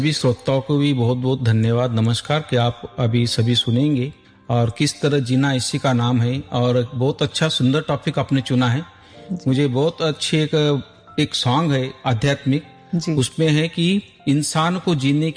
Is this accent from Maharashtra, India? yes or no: yes; Bhadgaon, Maharashtra, India; moved away; Jalgaon district में भड़गांव तहसील में हमारा गांव है, तो वहां पर हम रहते थे।